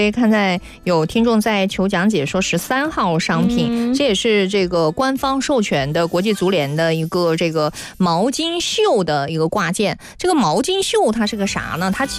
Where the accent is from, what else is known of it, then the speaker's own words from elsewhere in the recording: Guangzhou, Guangdong, China; 咱们广州人